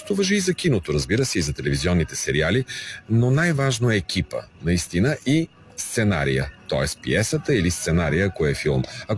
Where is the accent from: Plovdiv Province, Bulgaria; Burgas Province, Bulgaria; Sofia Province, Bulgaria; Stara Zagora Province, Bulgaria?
Sofia Province, Bulgaria; Botevgrad; Решихме да я направим в моя роден град, защото аз съм роден в Ботевград.